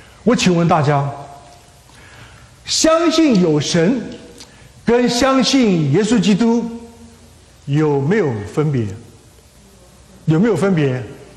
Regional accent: China; 其实我们中国人写诗也是很讲究对称，对不对？

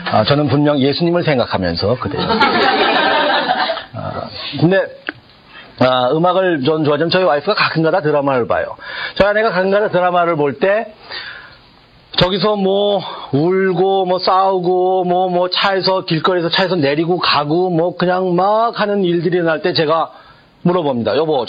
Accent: South Korea; 우리는 한국 사람들이니까

